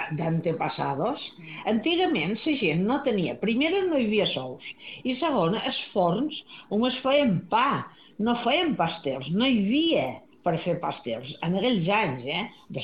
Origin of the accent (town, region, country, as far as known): Balearic Islands, Spain